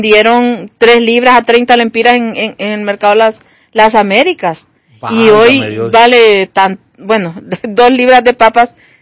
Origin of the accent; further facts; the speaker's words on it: Honduras; Yo al menos no me pongo camisas de Argentina ni de otro país porque yo soy hondureña.